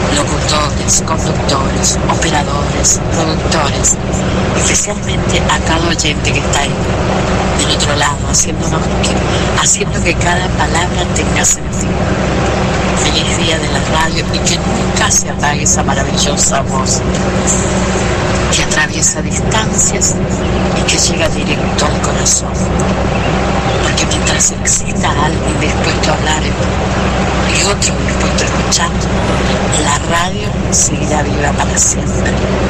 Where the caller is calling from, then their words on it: San Luis, Argentina; de San Luis